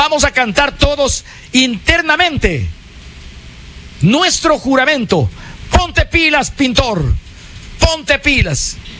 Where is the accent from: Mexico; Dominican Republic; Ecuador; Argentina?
Ecuador; sentimos el orgullo de ser ecuatorianos, de ser parte de este país. Con orgullo somos ecuatorianos.